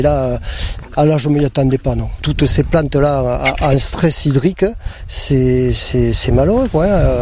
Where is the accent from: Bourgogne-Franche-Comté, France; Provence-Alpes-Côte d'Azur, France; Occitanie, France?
Occitanie, France; Béziers; je ne suis pas de la région, comme mon accent me trahit un peu.